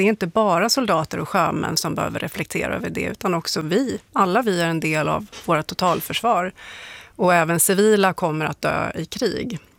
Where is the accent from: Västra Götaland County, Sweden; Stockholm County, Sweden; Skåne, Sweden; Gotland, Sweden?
Gotland, Sweden; Och så växte jag upp på Gotland delvis, och då var det ju, det här var på 80-talet när vi hade hot från öst